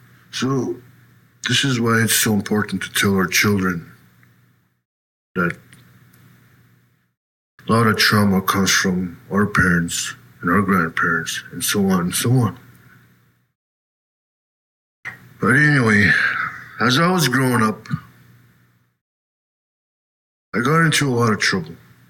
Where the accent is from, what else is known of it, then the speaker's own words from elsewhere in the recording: North Caribou Lake, Ontario, Canada; I'm from North Caribou Lake, also known as Round Lake, Yakima Lake.